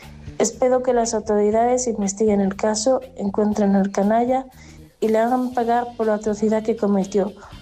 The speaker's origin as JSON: {"language": "Spanish", "region": "Region of Murcia", "country": "Spain", "said": "como murciana me preguntan en ocasiones la gente bestia salvaje que vive en mi región."}